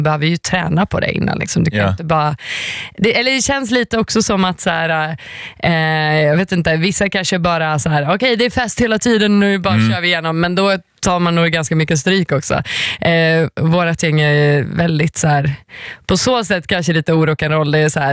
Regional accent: Finland; avsluta i Finland, liksom mitt hemland.

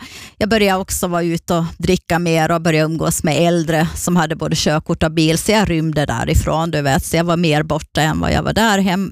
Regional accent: southern Sweden, Sweden; jag är uppvuxen, född i södra Sverige.

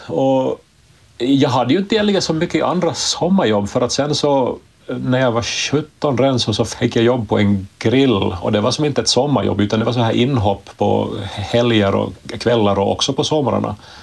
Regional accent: Ostrobothnia, Finland; Jag är från Österbotten och det här... Jag hade aldrig någon samma stuga i vår släkt.

